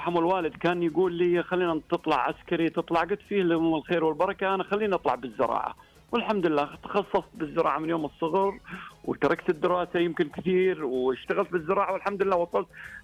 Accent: Saudi Arabia; فالآن نهضة كبيرة عندنا في المملكة العربية السعودية

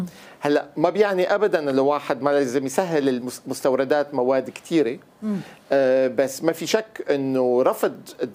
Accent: Syria

